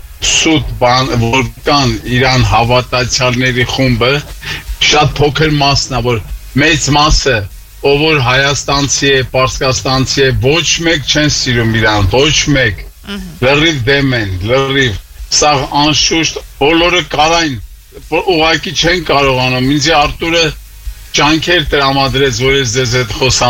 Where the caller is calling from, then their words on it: United States; Կներեք, Ամերիկայից եմ անհանգստացնում ձեզի։